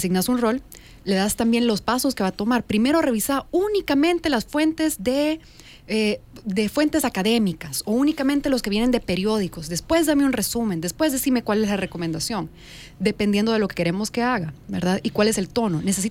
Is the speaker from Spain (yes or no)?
no; El Salvador